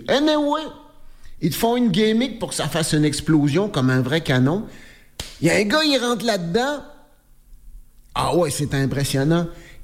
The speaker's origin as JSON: {"language": "French", "town": "Trois-Rivières", "region": "Quebec", "country": "Canada", "tie": "born or raised there", "said": "je me souviens quand j'étais petit gars, à Trois-Rivières, pendant l'exposition agricole qui a toujours lieu à la fin de l'été, au mois d'août"}